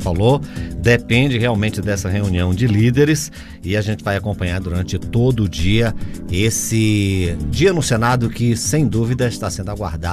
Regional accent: Teresina, Piauí, Brazil; now in Brasília, Brazil; lá de Teresina, lá da minha terra

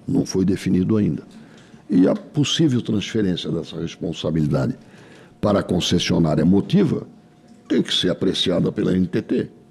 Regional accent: Santa Catarina, Brazil; nós catarinenses temos uma padroeira que é mulher

